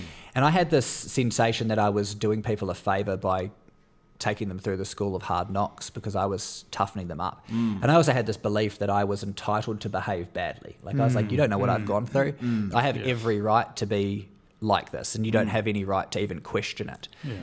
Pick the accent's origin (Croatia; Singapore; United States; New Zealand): New Zealand; now in Sydney, Australia; as a Kiwi